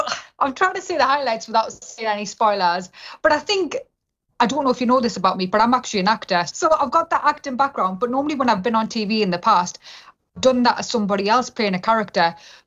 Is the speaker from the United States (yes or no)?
no; India; I'm Indian, do you know what I mean? And I was raised by Indian grandparents.